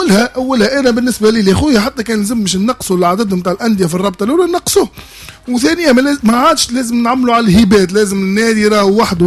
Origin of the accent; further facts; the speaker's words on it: Tunisia; وبرشا أندية عندنا في تونس